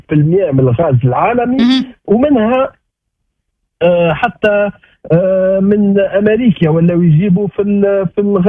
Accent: Tunisia; احنا في تونس

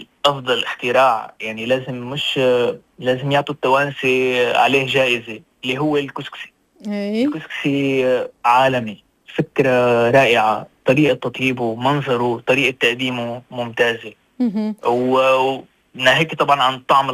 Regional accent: Syria; now in Sfax, Tunisia; تخيل يعني مثلا في حتى توانسي، أنا سوري، توانسي مرايحين على قرقنة ولا بيعرفوها أصلا.

